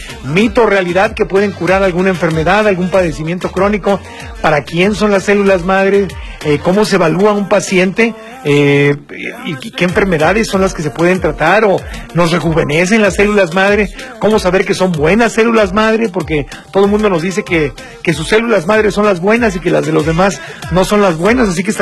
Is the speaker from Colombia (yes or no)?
no; Mexico; Nosotros como mexicanos darle la vuelta a la derrota de Inglaterra